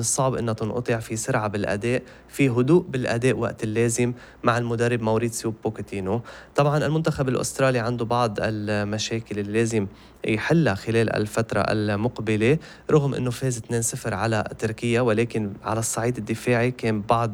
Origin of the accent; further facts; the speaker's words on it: Lebanon; وبتهمنا كمان كلبنانيين